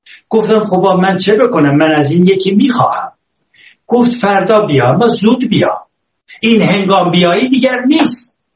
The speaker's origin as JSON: {"language": "Persian", "country": "Iran", "said": "گفتم آره ایرانی هستم."}